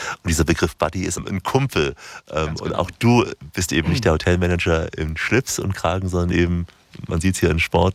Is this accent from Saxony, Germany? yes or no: yes; Saxony, Germany; Ging mir auch so als Sachse, ne? Wir hatten es nur im Westfernsehen gesehen.